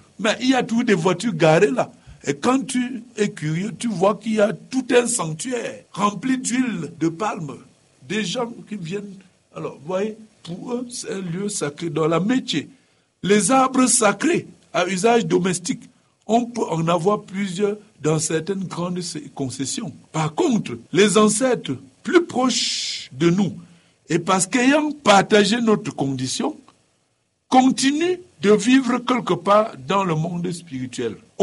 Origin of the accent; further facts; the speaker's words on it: Cameroon; moved away; also born or lived in Bafou; Parce que chez nous, dans le Nord, on n'a pas des affaires comme ça.